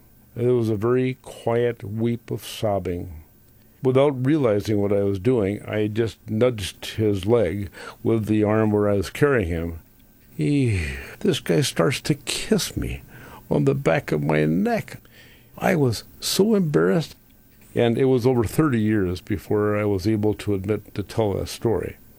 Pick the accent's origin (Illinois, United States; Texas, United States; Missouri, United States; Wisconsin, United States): Wisconsin, United States; I'm trying to tell this guy that I am from Wisconsin, and I have 3 children in our family.